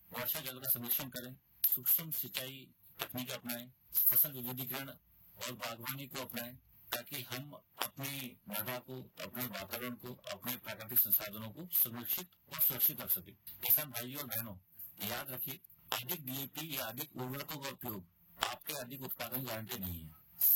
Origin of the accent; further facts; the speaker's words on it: Kutch, Gujarat, India; कच्छ की परिस्थितियाँ इस समस्या को और गंभीर बनाती है क्योंकि हमारा जिला पूर्ण रूप से शुष्क क्षेत्र में आता है जहाँ औसत वार्षिक जो वर्षा है हमारी वो 250 से 350 मिलीमीटर होती है।